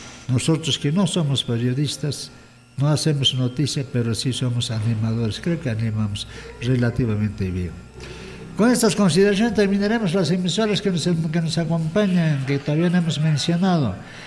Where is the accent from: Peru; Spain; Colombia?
Peru; Cusco; Al distrito de Rondocan, en mi provincia de Acomayo, a través de Radio Municipal